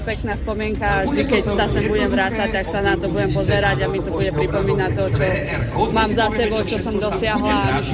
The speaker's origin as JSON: {"language": "Slovak", "town": "Liptovský Mikuláš", "region": "Žilina Region", "country": "Slovakia", "said": "ja som hrdá, že som z Liptovského Mikuláša, že máme tu dobré korene."}